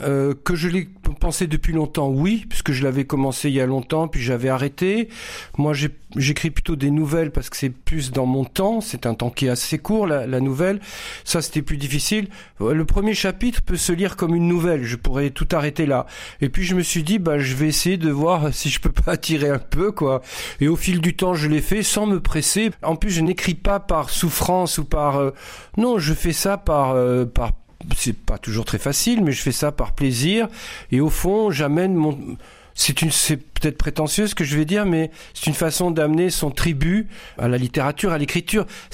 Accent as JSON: {"language": "French", "town": "Carthage", "region": "Tunis Governorate", "country": "Tunisia", "tie": "born there", "moved": "yes", "said": "si ce livre, je l'ai mis à Carthage, c'est parce que, au fond, moi, j'ai vécu une enfance extrêmement heureuse dans ce pays."}